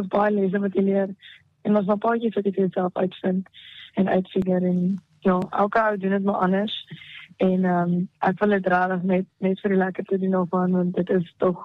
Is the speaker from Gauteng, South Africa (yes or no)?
yes; Pretoria, Gauteng, South Africa; moved away as an adult; now in Cape Town, South Africa; So ja, ek is groot geword in Pretoria, ek is een Pretoria dame. En onlangs Kaap toe getrek, maar ja, my roots is in Pretoria.